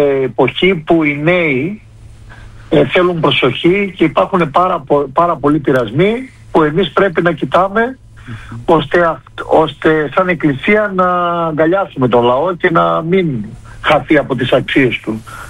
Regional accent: Trikala, Thessaly, Greece; επειδή η καταγωγή μου είναι από τα Τρίκαλα

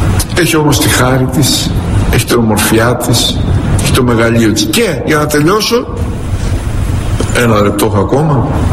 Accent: Gortynia, Peloponnese, Greece; now in Athens, Greece; στο χωριό μου, το φτωχικό εκεί κάτω στη Γορτινία

